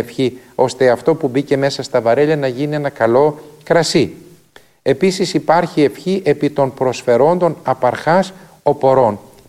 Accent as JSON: {"language": "Greek", "town": "Soufli", "region": "Eastern Macedonia and Thrace", "country": "Greece", "tie": "born or raised there", "said": "στην πατρίδα μου τη Θράκη και στον Εύρο, στο σουφλί"}